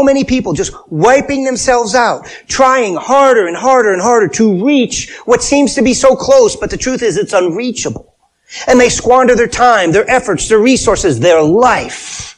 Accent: Wilbraham, Massachusetts, United States; where I grew up in Wilbraham, upstream from where I was, because I grew up along this river

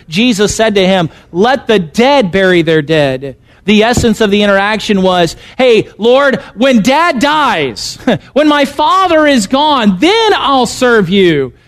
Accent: Illinois, United States; moved away as an adult; now in Florida, United States; I'm from Illinois. I got to serve as my dad's assistant pastor for 8 years. And then when I felt like the Lord was telling me to move to Florida, 1,200 miles away.

